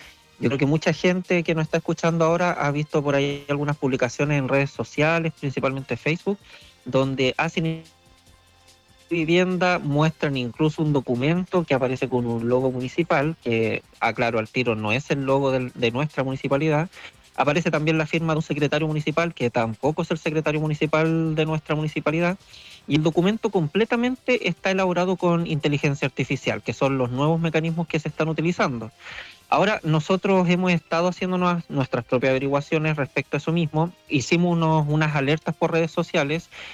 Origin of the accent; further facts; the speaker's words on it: Panguipulli, Los Ríos, Chile; Además que somos todos de Panguipulli, los comités son de aquí mismo.